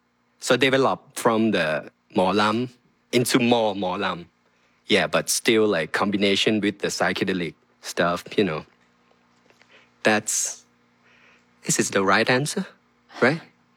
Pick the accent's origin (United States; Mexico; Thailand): Thailand; Nonthaburi; English is a second language; it's called Nong Thaburi. Mm. It's just like city close to Bangkok. Yeah. But it's easy to say, like, we are from Bangkok.